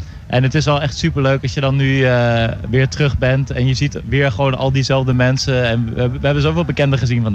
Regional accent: Doetinchem, Gelderland, Netherlands; Doetinchem was wel echt onze thuisstad.

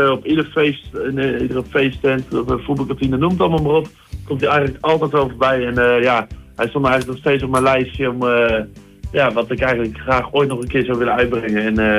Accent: Gelderland, Netherlands; Ik kom uit de buurt van Barneveld

